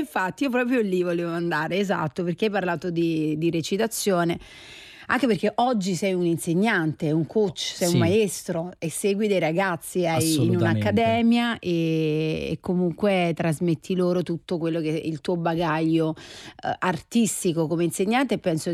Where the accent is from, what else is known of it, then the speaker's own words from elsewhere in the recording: Naples, Campania, Italy; Poi l'anno scorso, io napoletana, perché tanti napoletani, come se, quando tu vivi a Roma, dici ma come sei di Roma